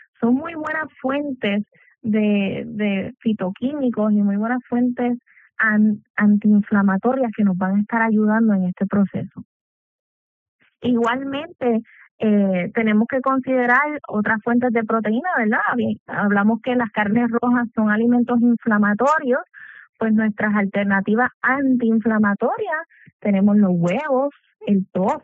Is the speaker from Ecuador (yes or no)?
no; Puerto Rico; Somos una población puertorriqueña carnívora, le gustan las carnes de res y cerdo